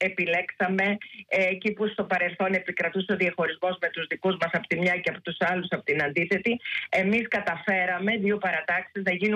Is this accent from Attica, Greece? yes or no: no; Heraklion, Crete, Greece; με γνώρισε ο κόσμος, είμαι η πρόεδρος του Παγκριτίου, είμαι από το Ηράκλειο της Κρήτης, από κάποιο συγκεκριμένο χωριό το που λέγεται Γαρίπα.